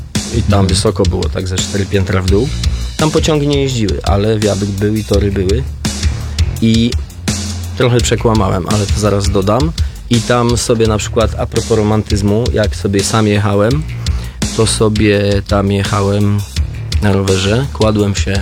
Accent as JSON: {"language": "Polish", "town": "Bełchatów", "region": "Łódź Voivodeship", "country": "Poland", "tie": "born or raised there", "said": "Tak, ja się wychowałem w Bełchatowie."}